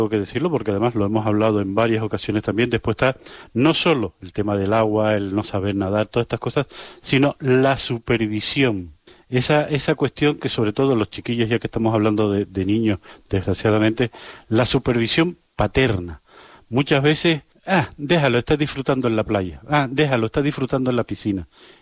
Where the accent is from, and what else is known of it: Canary Islands, Spain